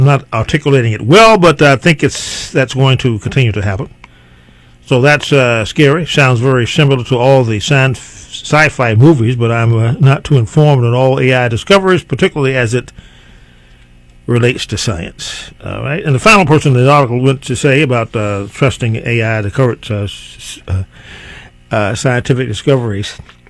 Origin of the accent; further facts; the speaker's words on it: North Carolina, United States; Yeah, North Carolina.